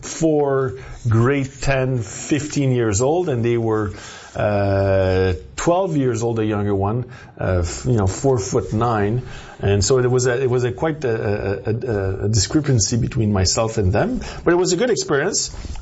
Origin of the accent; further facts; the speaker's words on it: Montreal, Quebec, Canada; So I was born and raised in Montreal. My mom was a nurse. My dad is still a doctor, although he doesn't practice anymore.